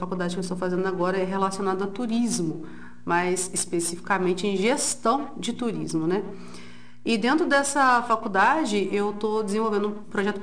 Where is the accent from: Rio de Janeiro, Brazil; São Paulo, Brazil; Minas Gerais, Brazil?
Minas Gerais, Brazil; Santos Dumont; como eu sou de Santos Dumont, eu chamei o IEF de Santos Dumont para poder entrar nessa parceria comigo